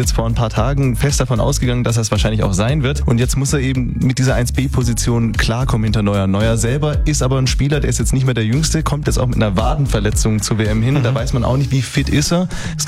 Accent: Baden-Württemberg, Germany; Ich bin selber aus der Region Stuttgart.

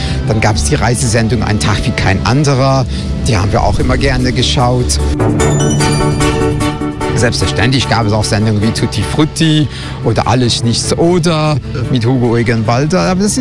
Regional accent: Luxembourg; als Luxemburger

